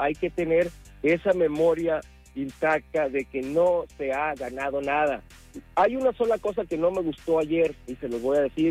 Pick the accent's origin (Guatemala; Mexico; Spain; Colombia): Mexico; hay que tomar precaución y no echar las campanas al vuelo, como buenos mexicanos que somos.